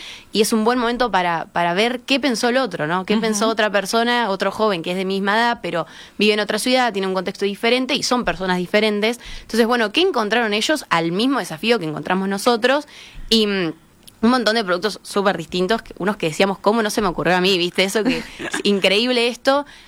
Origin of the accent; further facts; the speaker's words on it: Nueva Helvecia, Colonia, Uruguay; yo soy de Nueva Helvecia, que justo antes lo mencionaban, sí. Un pueblo de Colonia, o Colonia Suiza también se conoce.